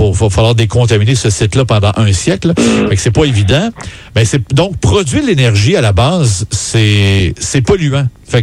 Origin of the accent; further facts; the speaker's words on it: Quebec, Canada; On l'a chez nous au Québec.